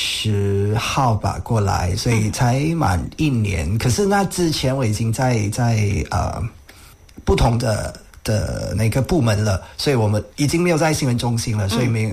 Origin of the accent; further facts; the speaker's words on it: Kelantan, Malaysia; moved away as an adult; now in Kuala Lumpur, Malaysia; 后来就先回到吉兰丹，就是我的家乡嘛，就回到吉兰丹来当灵教。就回我的母校去当灵教。